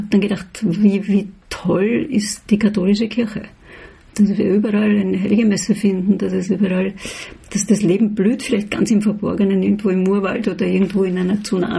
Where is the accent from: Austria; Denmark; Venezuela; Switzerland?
Austria; Vienna; Also ich bin Wienerin und bin in Wien zu Hause, und dort ist also absolut mein Lebensmittelpunkt immer gewesen und ist es auch weiterhin.